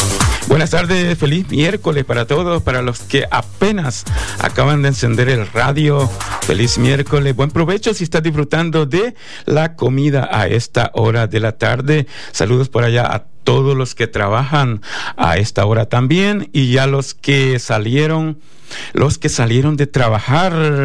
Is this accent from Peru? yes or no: no; El Salvador; moved away; toda mi gente de por allá, de mi tierra bonita, El Salvador